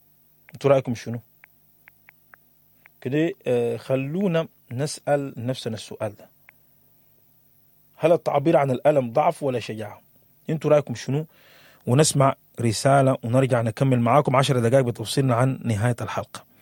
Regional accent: Sudan

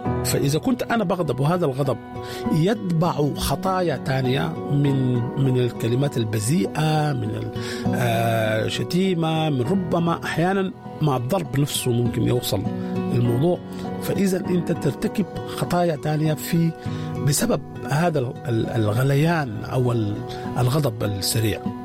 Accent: Sudan; وعندنا في السودان يقول زول ده أحمقنجي

